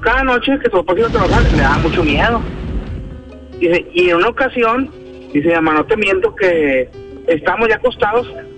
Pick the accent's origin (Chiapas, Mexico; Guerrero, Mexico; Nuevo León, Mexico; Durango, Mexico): Nuevo León, Mexico; Monterrey; yo nací allá en Valle Verde, en Monterrey. Soy de Valle Verde.